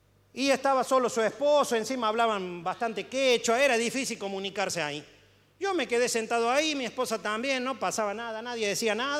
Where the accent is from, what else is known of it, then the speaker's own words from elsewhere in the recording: Córdoba, Argentina; como buen cordobés cara dura